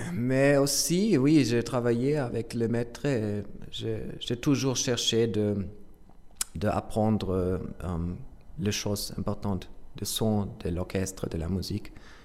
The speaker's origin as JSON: {"language": "French", "country": "Germany", "tie": "born or raised there", "second_language": "French", "said": "J'ai grandi sur Lac de Constance. C'est dans le sud de l'Allemagne."}